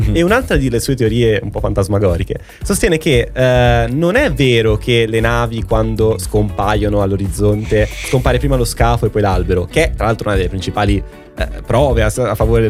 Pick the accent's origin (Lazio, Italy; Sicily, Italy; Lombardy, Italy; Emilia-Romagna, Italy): Lombardy, Italy; Nova Milanese; nel mio paese c'è un sacco di chiese proprio evangeliche, a Nova Milanese, c'è almeno due chiese evangeliche, più un tempio di testimoni di Geova.